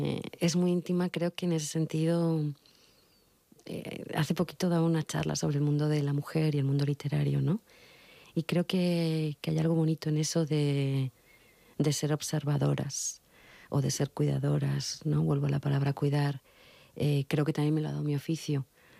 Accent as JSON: {"language": "Spanish", "town": "Logroño", "region": "La Rioja", "country": "Spain", "also_born_or_lived": "Zaragoza", "moved": "as an adult", "said": "yo que soy de Logroño, pero ya llevaba 4 años viviendo en Zaragoza"}